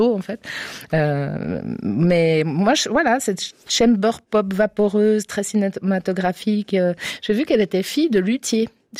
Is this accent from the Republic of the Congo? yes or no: no; Romandy, Switzerland; autant des fois on l'aime pas trop en tant que suisse roman dans la vie courante, mais elle a une musicalité qui est très très belle.